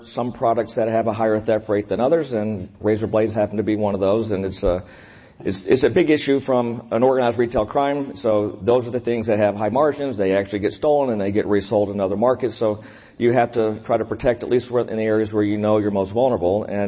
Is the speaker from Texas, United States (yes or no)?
yes; Dallas, Texas, United States; I was born in Dallas, Texas, a multi-generation Texan. And so I was born and raised and didn't leave until I went off to college.